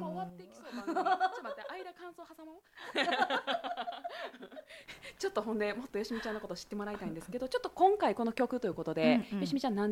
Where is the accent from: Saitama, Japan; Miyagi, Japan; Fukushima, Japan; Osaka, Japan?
Osaka, Japan; 私も大阪ですけど出身、